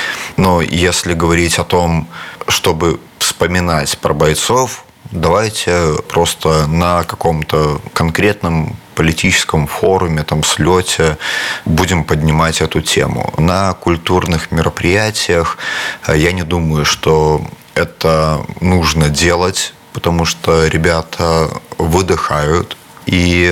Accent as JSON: {"language": "Russian", "country": "Belarus", "said": "то, что мы сделали и какой вклад в этой войне на стороне Украины мы сделали, как белорусы."}